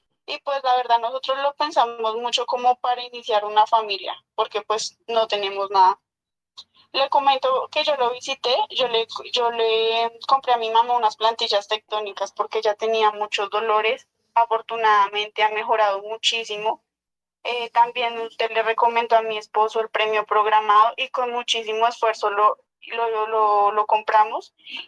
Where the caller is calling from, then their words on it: Bogotá, Bogotá Capital District, Colombia; yo me llamo desde Bogotá, desde el barrio Molinos.